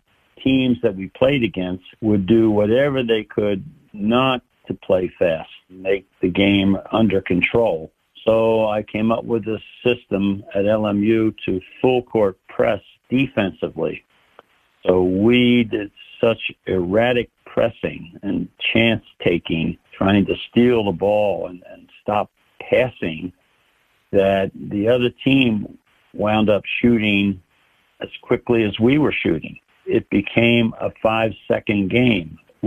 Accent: Philadelphia, Pennsylvania, United States; Yeah, two Philly boys who are from my hometown, and I finally meet them in Los Angeles.

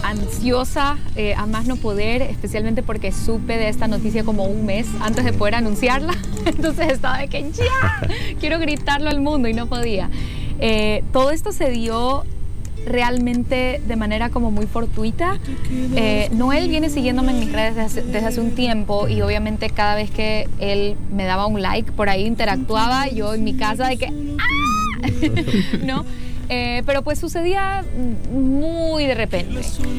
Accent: Guayaquil, Guayas, Ecuador; moved away; no, soy ecuatoriana, soy de Guayaquil.

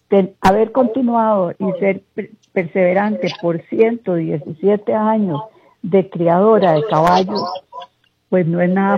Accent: Costa Rica; Tenemos que seguir siendo como Costa Rica un punto clave para el mundo. Somos el centro de las Américas

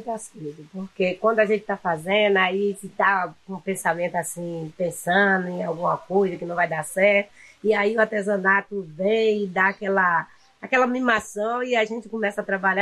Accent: Brazil; Nasci, me criei, casei, já sou mãe de bisnetos

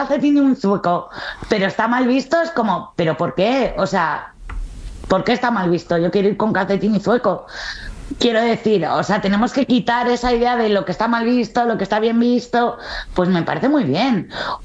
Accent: Spain; horterismo no lo veo tan hortera porque yo soy española

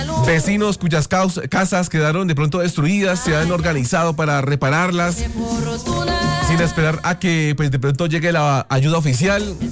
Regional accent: Colombia; Así somos los colombianos. No nos rendimos nunca, muchachos. Y hay que estar orgullosos de nosotros. Orgullosos de nuestra raza colombiana.

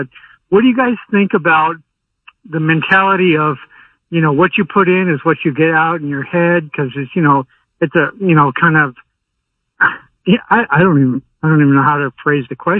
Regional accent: Sedona, Arizona, United States; And, well, I grew up in Sedona, Arizona.

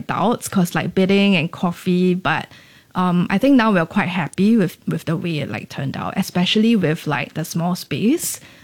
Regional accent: West Region, Singapore; Actually, personally for me, I grew up in the West.

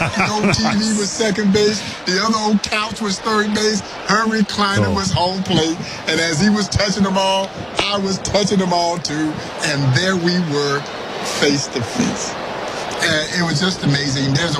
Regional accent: Crawfordville, Georgia, United States; growing up in Crawfordville, Georgia. And Crawfordville, Georgia, guys, is east of Atlanta, west of Augusta, all of 500 people.

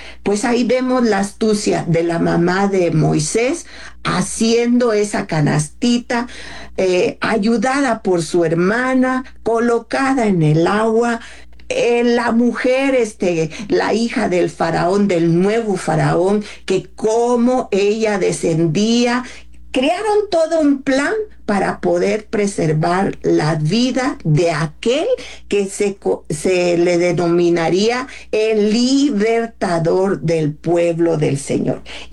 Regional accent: Mexico; nosotros como mexicanos

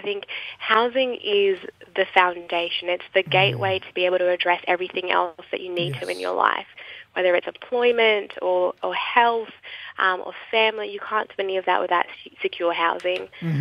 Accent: Ghana; now in Australia; So I'm actually a Ghanaian Australian. I'm of African descent.

